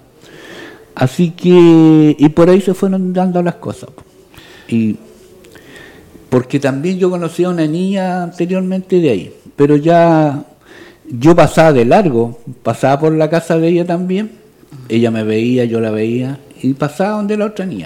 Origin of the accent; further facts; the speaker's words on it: Quillota, Valparaíso, Chile; Somos quillotanos los dos, nacido y criado acá en Quillota, cerca de población también.